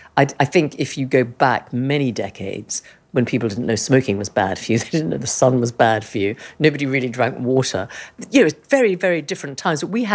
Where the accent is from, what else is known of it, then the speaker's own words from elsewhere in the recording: England, United Kingdom; because I'm English